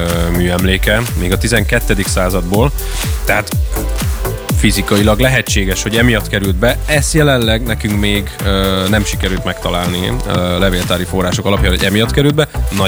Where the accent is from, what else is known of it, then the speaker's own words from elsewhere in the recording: Szeged, Csongrád-Csanád, Hungary; mondom ezt én szegediként